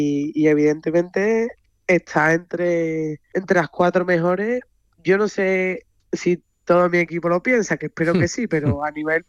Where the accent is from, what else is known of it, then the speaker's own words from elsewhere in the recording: Seville, Andalusia, Spain; Ah, bueno, y Ana Peralta y yo, que somos sevillana. Las dos de Sevilla.